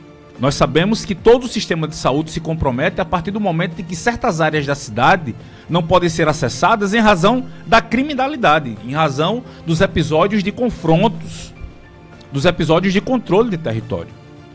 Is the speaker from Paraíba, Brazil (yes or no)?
yes; Santa Rita, Paraíba, Brazil; isso aqui é um posicionamento meu enquanto santarritense, que conhece a história um pouco, desde que eu me entendo por gente